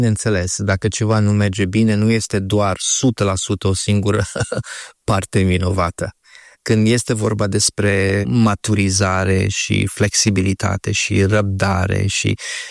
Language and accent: Romanian; Romania; moved away; also born or lived in Dublin, Ireland